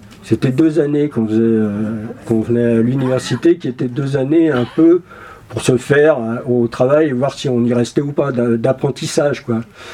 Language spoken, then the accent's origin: French; Paris, Île-de-France, France; born there; il me montrait des trucs que je connaissais pas, alors que je suis né à Paris, quoi.